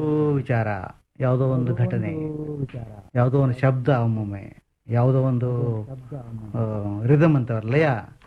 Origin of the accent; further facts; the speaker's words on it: Karnataka, India; ನಾನು at the other end it has got to B A ಕನ್ನಡಿಗ ಅಂತಂದಾಗ ನನ್ನ ಹೆಚ್ಚಿನ ಅಭಿವ್ಯಕ್ತಿಯನ್ನು ನಾನು ನನ್ನ ಭಾಷೆ ಒಳಗೇನೆ ಮಾಡಿದ್ದು.